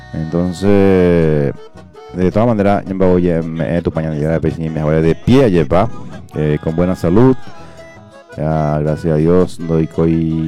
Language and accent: Spanish; Paraguay; como buen paraguayo que somos